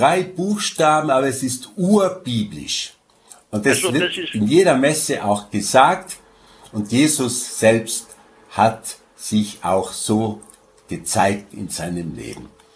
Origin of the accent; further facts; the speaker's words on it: Tyrol, Austria; accent: Tyrolean; Ich bemühe mich als Tiroler, weil ich eben beim Radio bin, ein bisschen verständlich zu sprechen.